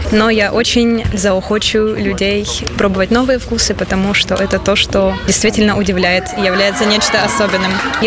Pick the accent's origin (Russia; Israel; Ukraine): Ukraine; now in Vilnius, Lithuania; Я из Украины.